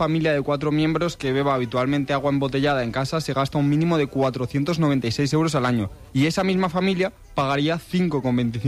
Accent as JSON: {"language": "Spanish", "town": "Madrid", "region": "Community of Madrid", "country": "Spain", "said": "porque no en Madrid, que como madrileño tengo que decir que tenemos el mejor agua del mundo."}